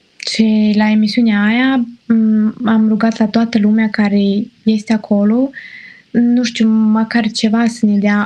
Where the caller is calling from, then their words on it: Moldova; Sunt moldoveancă.